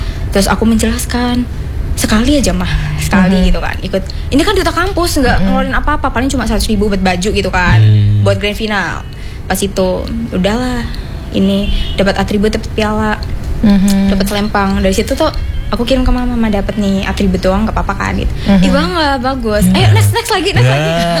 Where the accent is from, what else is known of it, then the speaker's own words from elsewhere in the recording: Lampung, Indonesia; Kebetulan aku dari Lampung Tengah, aku ikut.